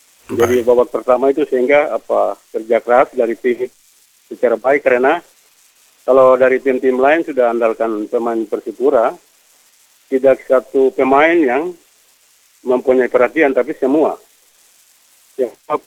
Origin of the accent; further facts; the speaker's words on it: Jakarta, Indonesia; born there; saya kelahiran Jakarta.